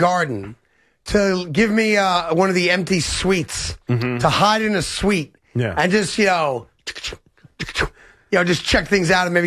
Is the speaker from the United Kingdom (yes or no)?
no; New Rochelle, New York, United States; I lived in New Rochelle, growing up in New Rochelle.